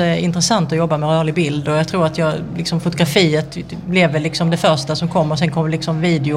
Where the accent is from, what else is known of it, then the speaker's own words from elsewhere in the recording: Hässleholm, Skåne, Sweden; now in Stockholm, Sweden; som sagt och är konstnär och bor i Stockholm men är född och uppväxt i Hässleholm.